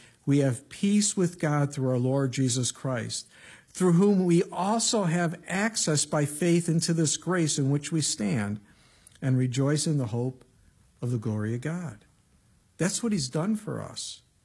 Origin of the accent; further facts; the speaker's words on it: Missouri, United States; I'm like from Missouri, the show me state.